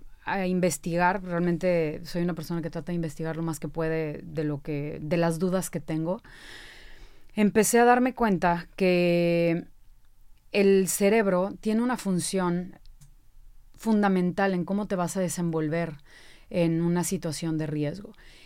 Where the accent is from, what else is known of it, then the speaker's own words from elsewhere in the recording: Veracruz, Mexico; Yo soy de Veracruz. Soy de Veracruz, paso muchísimo tiempo ya en la Ciudad de México, debido también a los talleres, a los seminarios, todo como estas pláticas.